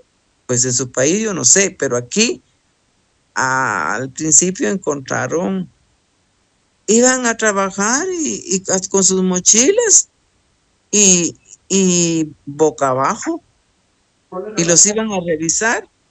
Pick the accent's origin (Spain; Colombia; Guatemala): Guatemala; en mi país, aquí donde yo vivo en Guatemala